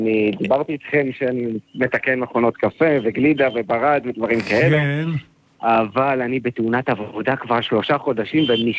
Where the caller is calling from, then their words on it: Rehovot, Central District, Israel; מרחובות הרחוקה.